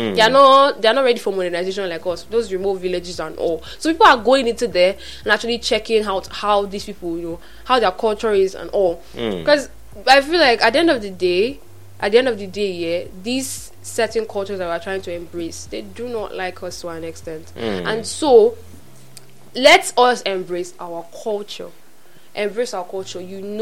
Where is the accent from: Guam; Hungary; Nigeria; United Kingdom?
Nigeria; We're not from the western side of Europe. We're not from Europe. We are Africans. We are Nigerians.